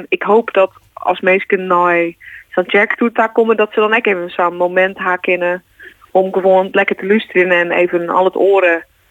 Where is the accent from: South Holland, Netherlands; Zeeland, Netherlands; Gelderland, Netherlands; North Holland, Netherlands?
North Holland, Netherlands; Amsterdam; first language West Frisian; Dutch is a second language; now in Friesland, Netherlands; Het is mijn memmentaal. Ik kom grappig nog zelfs uit Amsterdam. Daar ben ik opgegroeid, maar ik ben wel Friestalig grootgebracht. En wat mijn ouders binnen beide komen beide uit Friesland en die ben toen verhuisd in Amsterdam.